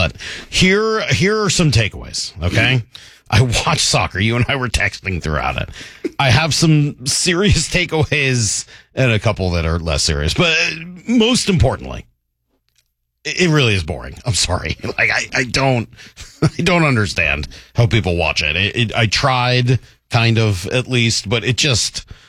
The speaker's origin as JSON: {"language": "English", "country": "United States", "said": "I'm an American."}